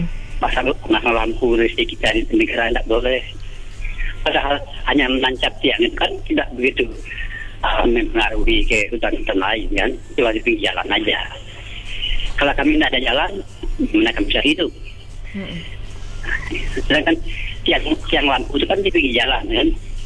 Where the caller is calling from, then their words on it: West Kalimantan, Indonesia; Contohnya kampung kami, Kalanong, Kelabung, Gata, di Desa Upe, Tumpunan Boti.